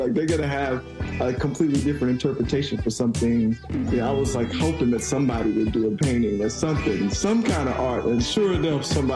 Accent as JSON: {"language": "English", "town": "Tuskegee", "region": "Alabama", "country": "United States", "said": "I mean, I'm from Tuskegee."}